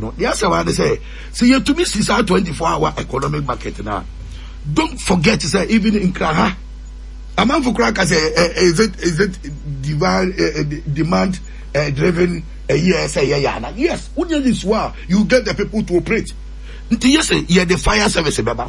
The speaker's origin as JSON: {"language": "English", "country": "Ghana", "said": "now any identity card, the proof we are Ghanaian."}